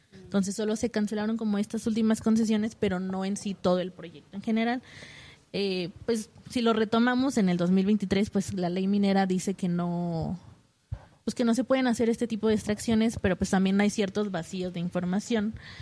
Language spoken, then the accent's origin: Spanish; Mexico